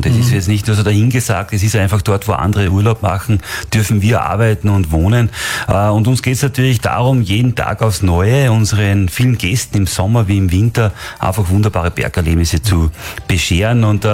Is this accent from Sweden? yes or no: no; Unzmarkt, Styria, Austria; born there; moved away as an adult; also born or lived in Graz; Ja, bin gebürtiger Unsmarkter, also Murtaler, mich hat es auch nach Graz verschlagen